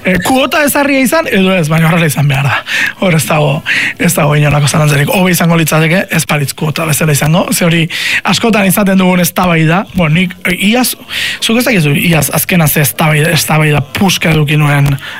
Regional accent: Canary Islands, Spain; Eta, eske, nik kanariarra naiz

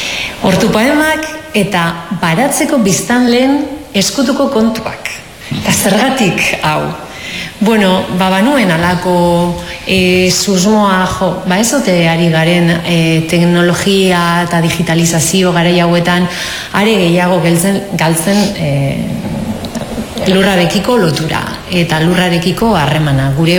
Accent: Ondarroa, Basque Country, Spain; ni ondarrokoa naizen

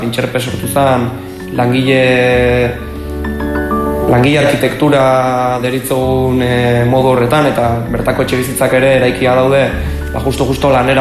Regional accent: Pasaia, Basque Country, Spain; gure herrira

